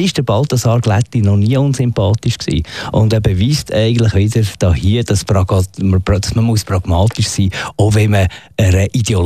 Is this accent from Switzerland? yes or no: yes; Switzerland; als Schweizer